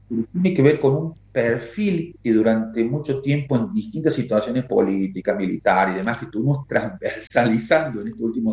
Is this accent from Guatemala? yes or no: no; Argentina; ¿Nosotros somos residentes los argentinos? Sí.